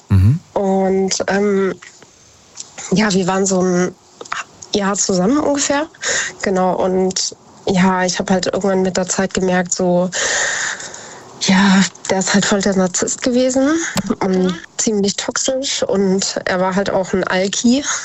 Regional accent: Idstein, Hesse, Germany; Ich komme aus der Nähe von Wiesbaden. Ich komme aus Edstein.

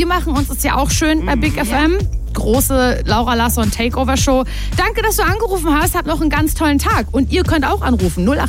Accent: Mecklenburg-Vorpommern, Germany; Ich bin von ganz weit weg. Ich komme eigentlich aus Mecklenburg-Vorpommern.

